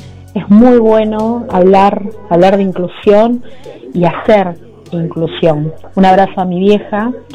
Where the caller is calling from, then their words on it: Lanús, Buenos Aires Province, Argentina; de Lanús.